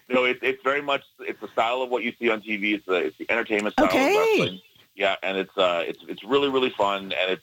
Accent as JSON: {"language": "English", "country": "Canada"}